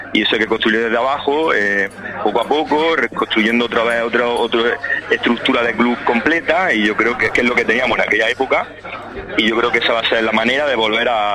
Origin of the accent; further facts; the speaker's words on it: Málaga, Andalusia, Spain; estoy muy contento de volver al club de mi tierra y de mi vida, vamos.